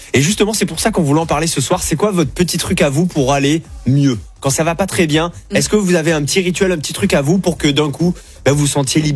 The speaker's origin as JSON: {"language": "French", "town": "Mont-de-Marsan", "region": "Nouvelle-Aquitaine", "country": "France", "lives_now": "Paris, France", "said": "Mais autant moi, chez moi, à Mont-de-Marsan, c'est très normal de discuter avec les gens dans la rue."}